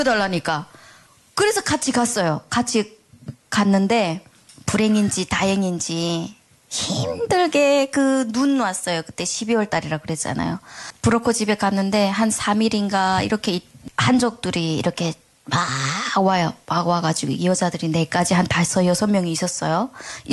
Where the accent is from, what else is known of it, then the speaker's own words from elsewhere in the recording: North Korea; now in South Korea; 저는 북한에서 왔잖아요.